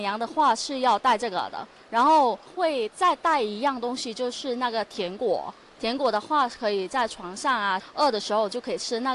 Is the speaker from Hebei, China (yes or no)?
no; Chaoshan, Guangdong, China; 我们潮汕话叫 gabik，